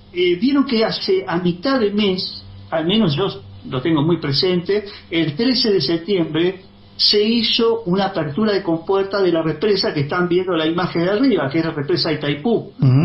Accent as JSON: {"language": "Spanish", "area": "Goya", "region": "Corrientes", "country": "Argentina", "tie": "born there", "moved": "as an adult", "lives_now": "La Plata, Argentina", "said": "Yo en el 84 vine acá a estudiar La Plata y yo conozco el litoral porque yo nací en Boya Corrientes"}